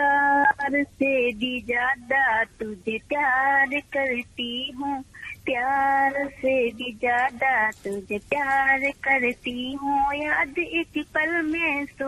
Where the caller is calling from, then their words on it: Rampur district, Uttar Pradesh, India; मैं जिला रामपुर ग्राम खंडिया एक मीनार वाली मस्जिद के पास था … आपसे बात कर रही हूँ।